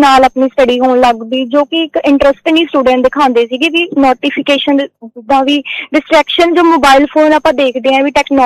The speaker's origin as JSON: {"language": "Punjabi", "region": "Punjab", "country": "India", "tie": "born there", "also_born_or_lived": "Bathinda", "said": "ਮੈਂ ਆਪਣੇ primary school ਪਿੰਡ ਜੋਗਾਨੰਦ ਵਿੱਚੋਂ ਆਪਣੀ 5ਵੀਂ ਕਲਾਸ ਤੱਕ ਪੜ੍ਹਾਈ ਪੂਰੀ ਕੀਤੀ"}